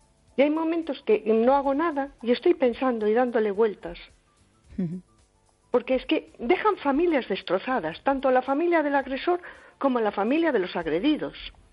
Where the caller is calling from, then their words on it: A Coruña, Galicia, Spain; de Coruña.